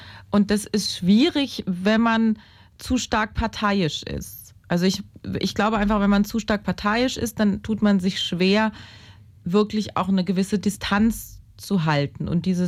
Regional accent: Saarbrücken, Saarland, Germany; born there; Ich bin in Saarbrücken geboren

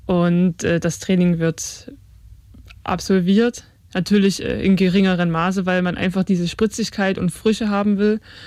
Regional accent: Chemnitz, Saxony, Germany; born there; now in Leipzig, Germany

